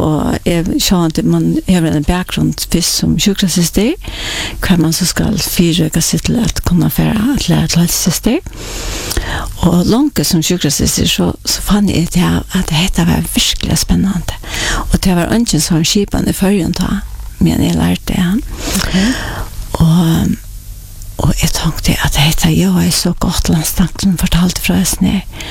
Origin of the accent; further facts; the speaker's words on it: Klaksvík, Faroe Islands; Jag är uppvuxen i Klagsvik. Och jag är född i Surveje. Bodde först i 5 år i Surveje. Och så flottade för äldre med Klagsvik.